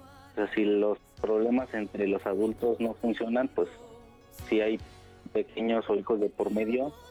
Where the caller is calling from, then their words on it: Coacalco, State of Mexico, Mexico; Hablo de aquí, de Coacalco, Estado de México